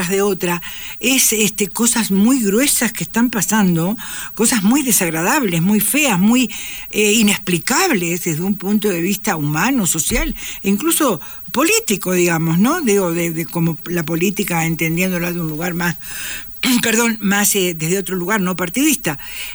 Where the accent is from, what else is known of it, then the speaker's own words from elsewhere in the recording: Uruguay; yo soy vieja, como vos sabés, y soy uruguaya